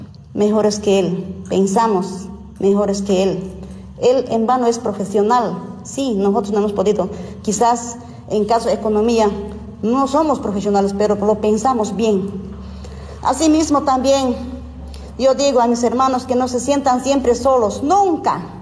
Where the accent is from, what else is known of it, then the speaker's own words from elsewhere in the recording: Bolivia; Nosotros somos bolivianos verdaderos, somos indígenas, campesinos